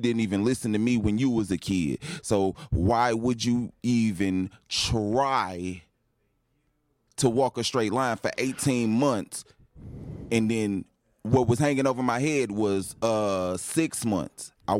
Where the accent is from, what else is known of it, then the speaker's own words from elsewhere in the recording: Chicago, Illinois, United States; I come from Chicago